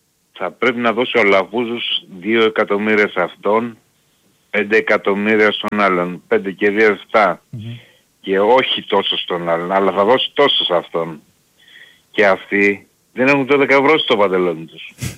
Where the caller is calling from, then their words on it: Voula, Attica, Greece; από Βούλα Παναθηναϊκός.